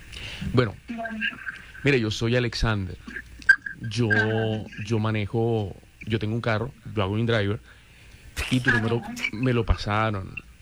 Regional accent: Barranquilla, Atlántico, Colombia; Yo soy de aquí de Barranquilla.

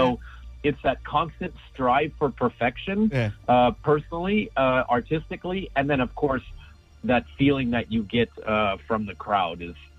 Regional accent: Germany; English is a second language; now in United States; when I first moved to the USA from Germany, I didn't speak English. So radio was my escape.

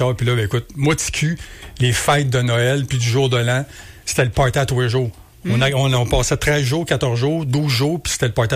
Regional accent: Montreal, Quebec, Canada; moved away as an adult; also born or lived in Mercier-Châteauguay; now in Granby, Canada; Moi, je suis né à Montréal. Fait que j'ai été élevé à Verdun là, pendant les 20 premières années de ma vie. Puis je suis arrivé à Granby. J'ai fait un petit séjour à Mercier-Châteauguay. Puis je suis arrivé à Granby au début des années 90.

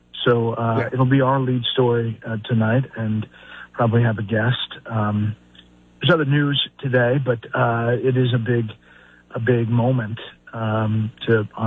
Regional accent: Atlanta, Georgia, United States; I grew up in Atlanta, so I was an Atlanta

